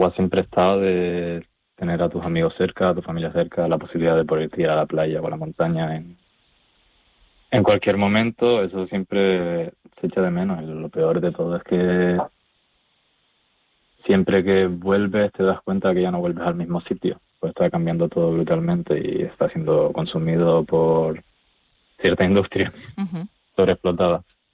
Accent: Las Palmas de Gran Canaria, Canary Islands, Spain; moved away; yo soy de Las Palmas de Gran Canaria, me crié yendo los fines de semana y después del instituto en ocasiones a López de las Canteras

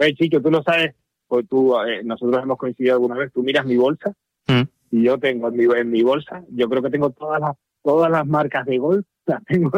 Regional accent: Taco, Canary Islands, Spain; yo soy del barrio de Taco, yo vivo en Taco, aquí en Taco nadie juega al golf.

